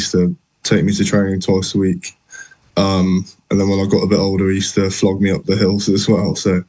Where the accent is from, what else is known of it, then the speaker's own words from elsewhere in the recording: Cardiff, Wales, United Kingdom; also born or lived in Haverfordwest; I'm from Cardiff. I was born in Haverford West in West Wales, but I grew up here in Cardiff. I did all my schooling here, and then when I was 16, I moved to school in England